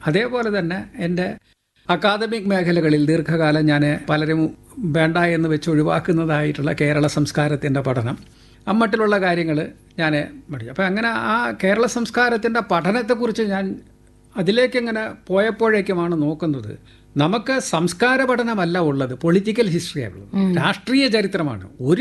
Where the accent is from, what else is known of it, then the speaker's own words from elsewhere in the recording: Kerala, India; അത്തരം ഒരു സംഘത്തിൽ മലയാളി എന്ന നിലയിൽ ഞാൻ ഉൾപ്പെട്ട് നിൽക്കുകയാണ്.